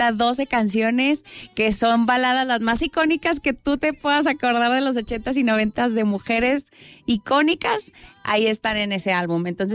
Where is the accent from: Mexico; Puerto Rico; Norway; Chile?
Mexico; Durango; now in Mexico City, Mexico; yo soy de Durango. Actualmente radico en la Ciudad de México